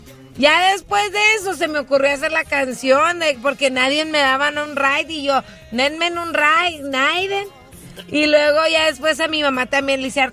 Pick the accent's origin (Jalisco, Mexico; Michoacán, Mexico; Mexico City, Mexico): Michoacán, Mexico; Sí, soy originario de Michoacán, pero La neta, el norte a mí me robó.